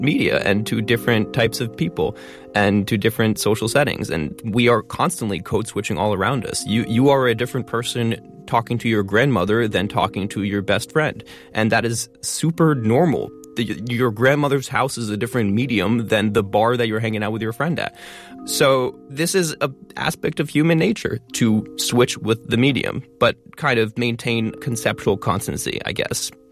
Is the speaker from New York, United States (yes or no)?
yes; Albany, New York, United States; Then my congressman where I grew up in Albany, New York, Paul Tonko.